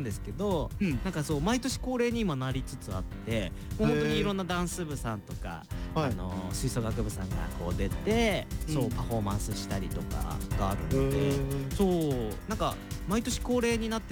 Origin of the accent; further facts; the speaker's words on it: Ibaraki, Japan; 自分の地元の本当に紅葉が綺麗な場所はいっぱいあるんですけど